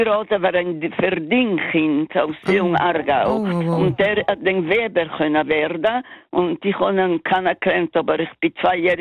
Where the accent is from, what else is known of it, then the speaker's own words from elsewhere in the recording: Lugano, Ticino, Switzerland; weil wir sind in Lugano in der Stadt aufgewachsen